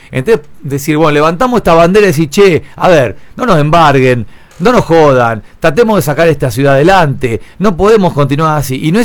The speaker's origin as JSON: {"language": "Spanish", "town": "Saavedra", "region": "Buenos Aires Province", "country": "Argentina", "tie": "born or raised there", "moved": "yes", "lives_now": "Bahía Blanca, Argentina", "said": "Yo cuando era chico yo vivía en Saavedra, imagínate. Yo soy nacido en Saavedra."}